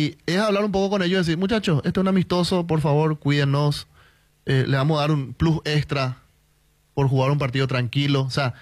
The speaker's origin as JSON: {"language": "Spanish", "country": "Paraguay"}